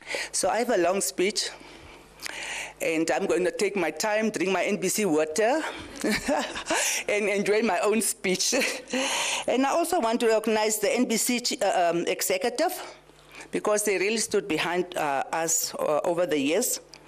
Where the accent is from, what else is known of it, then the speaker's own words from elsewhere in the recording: Omongwa, Namibia; also born or lived in Oshinene; because I was born in Oshinene and grew up in Omongwa.